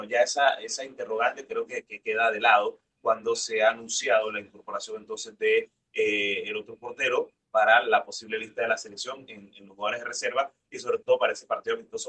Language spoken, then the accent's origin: Spanish; Panama